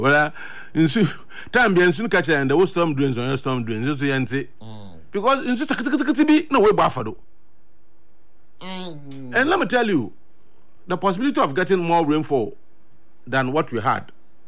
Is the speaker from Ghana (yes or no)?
yes; Cape Coast, Central Region, Ghana; born there; You know, I was born in Cape Coast.